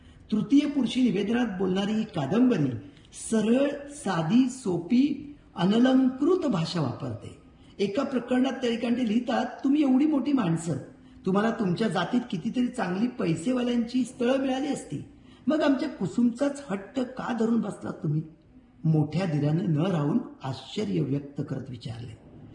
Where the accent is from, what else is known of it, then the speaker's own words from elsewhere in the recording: Maharashtra, India; मला माझं कोकण म्हणजे माझं गाव आठवलं.